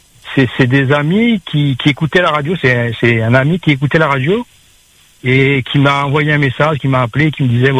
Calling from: Réunion; comme je suis à La Réunion

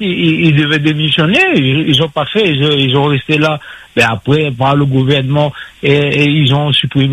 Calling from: Réunion; Non, je suis à La Réunion, là.

